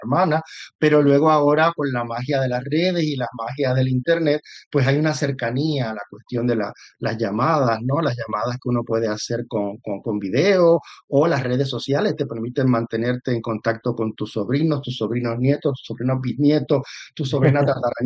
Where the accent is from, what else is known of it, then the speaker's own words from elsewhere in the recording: Puerto Rico; moved away as an adult; Si es que yo soy parte de la diáspora, yo me fui muy joven de Puerto Rico a los 23 años, pero he vuelto siempre a la isla, he vuelto a la isla